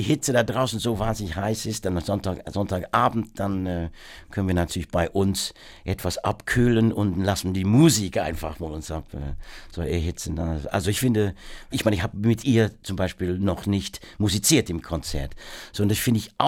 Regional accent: Worcester, West Midlands, United Kingdom; German is a second language; Keine Ahnung, ich bin natürlich in Worcester aufgewachsen. Das ist jemand, der Elgar war irgendwie, da ist der Geburtsort von ihm.

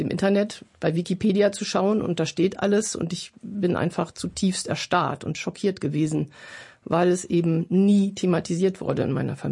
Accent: Germany; accent: German; ich hatte als junger Mensch immer mal wieder mit einerseits meiner Identität als Deutscher zu tun. Ich konnte mich nicht identifizieren mit meinem Deutschsein. Ich habe mich geschämt, Deutsche zu sein.

